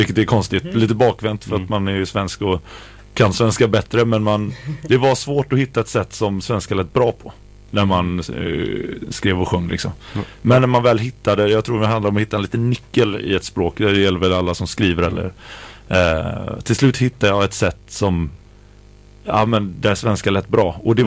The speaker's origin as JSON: {"language": "Swedish", "town": "Gothenburg", "region": "Västra Götaland County", "country": "Sweden", "tie": "born or raised there", "said": "Jag flyttade från Göteborg, jag uppväxt i Göteborg. Men mamma flyttade upp i Bohuslän."}